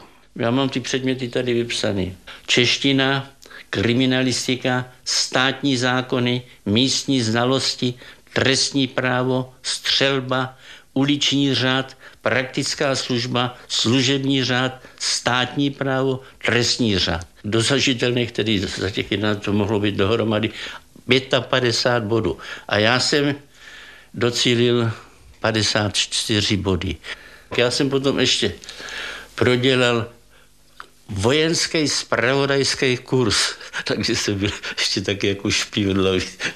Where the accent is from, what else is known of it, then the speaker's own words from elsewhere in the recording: Vysoké nad Jizerou, Liberec Region, Czechia; moved away as an adult; also born or lived in Prague; Narodil jsem se ve Vysokém nad Jizerou.